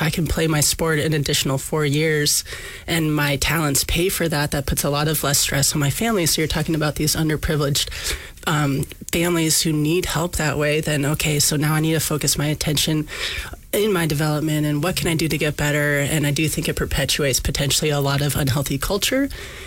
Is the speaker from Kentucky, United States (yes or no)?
no; Kodiak, Alaska, United States; For example, I grew up in Kodiak, and you're in a town of 10,000 people.